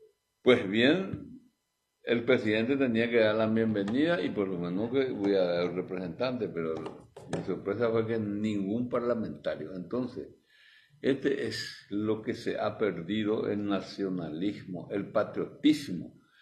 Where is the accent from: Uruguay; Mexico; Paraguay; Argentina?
Paraguay